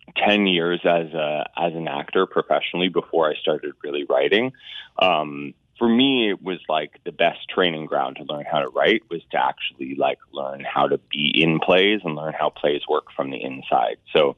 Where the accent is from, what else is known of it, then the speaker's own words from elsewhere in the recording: Glencoe, Ontario, Canada; I grew up just down the road. I grew up outside of Glencoe, Ontario.